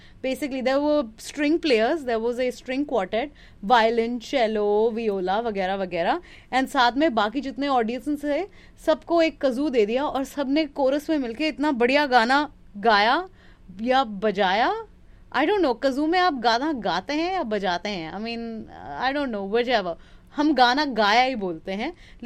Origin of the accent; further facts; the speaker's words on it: West Bengal, India; वैसे मैं जिस फैमिली से बिलोंग करती हूँ, we are not outright musical family, लेकिन बंगालीज हैं, म्यूजिक चलता रहता है